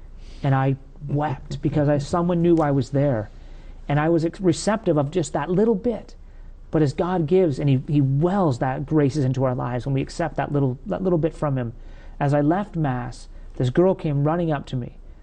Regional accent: Canada

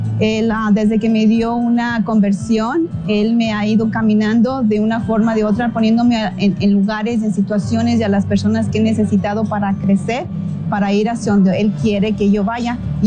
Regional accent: California, United States; yo vengo del condado de Ventura.

